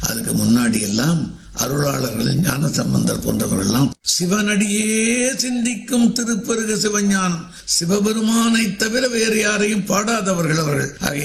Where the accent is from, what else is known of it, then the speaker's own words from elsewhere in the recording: Chidambaram, Tamil Nadu, India; சிதம்பரமே தான். அங்க இருந்து கொண்டு தமிழ் பணிய இறை பணியும் செய்கிறேன்.